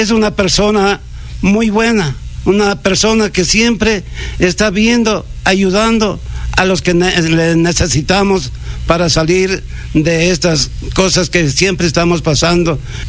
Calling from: Macas, Morona Santiago, Ecuador; Yo vengo desde Macas

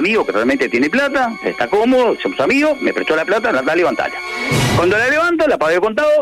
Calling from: Montevideo, Uruguay; De acá de Montevideo.

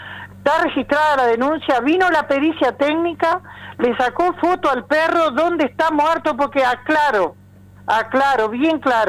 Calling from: Melo, Cerro Largo, Uruguay; no vivo allá, vivo en Melo

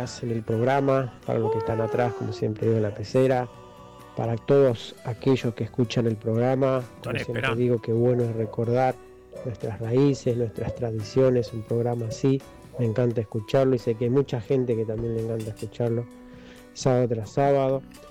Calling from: Salta, Argentina; Como digo, argentino, pero bien salteño.

